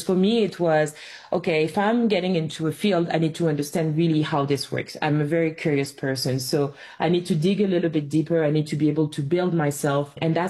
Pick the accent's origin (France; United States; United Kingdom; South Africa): France; They managed to immigrate to France, and this is how I was born and educated in France. But I grew up with that story really at the back of my mind, and also going back to the Central African Republic almost every year while growing up.